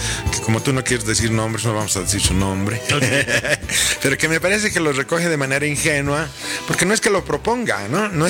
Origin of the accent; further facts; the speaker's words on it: La Paz, Bolivia; yo soy paseño de Cepa, he nacido en La Paz, he vivido en La Paz, nunca me he ido a vivir a ningún otro lado, excepto de vacaciones, por unos días, digamos. Entonces soy muy, muy, muy paseño.